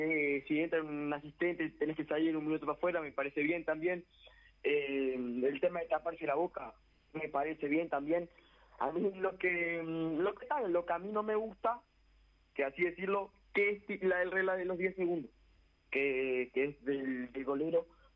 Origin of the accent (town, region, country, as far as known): Uruguay